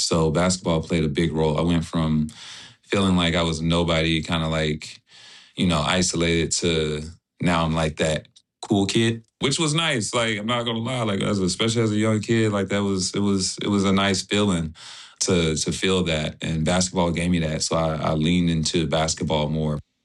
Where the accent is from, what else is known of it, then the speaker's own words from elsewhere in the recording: Houston, Texas, United States; Yeah. So born and raised Houston, Texas.